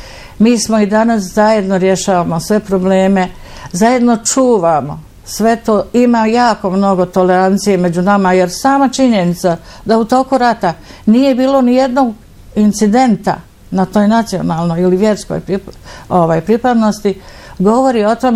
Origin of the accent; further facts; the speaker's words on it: Tuzla, Federation of Bosnia and Herzegovina, Bosnia & Herzegovina; a ja sam prava Tuzlanka. Mislim, tu sam rođena, školovala se, odrasla, udala i evo, doživjela starost